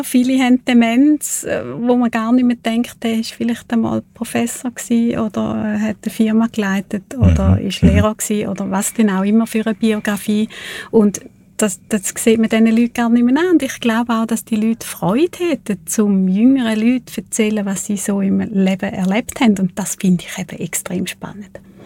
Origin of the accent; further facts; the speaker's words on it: Thurgau, Switzerland; accent: Thurgau dialect; Genau, ich habe mal in Zürich geschafft und bin immer höher genommen worden wegen meinem Thurgauer Dialekt.